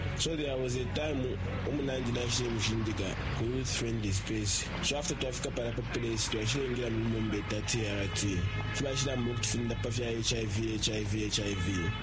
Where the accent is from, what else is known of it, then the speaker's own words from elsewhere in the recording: Ndola, Copperbelt, Zambia; I'm 22 years old. I'm born and bred in Indola, raised by a single mother.